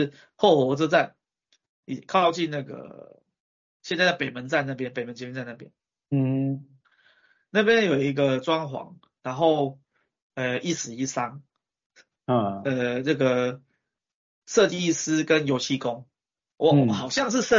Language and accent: Chinese; Taiwan; 我们台湾人民